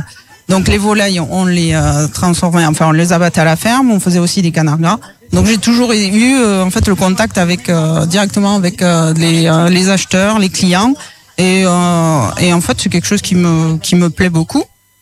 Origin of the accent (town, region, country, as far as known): Lorette, Auvergne-Rhône-Alpes, France